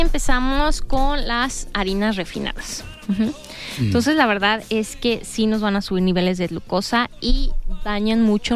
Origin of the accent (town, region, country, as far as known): Mexico